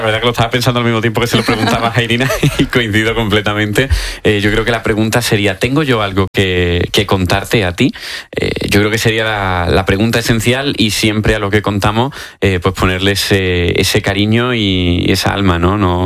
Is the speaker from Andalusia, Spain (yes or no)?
yes; Córdoba, Andalusia, Spain; Además me pilló muy cerca porque yo soy de Córdoba